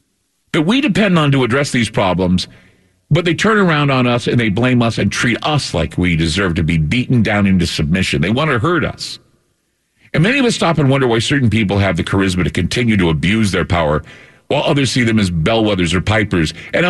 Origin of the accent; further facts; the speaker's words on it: United States; as an American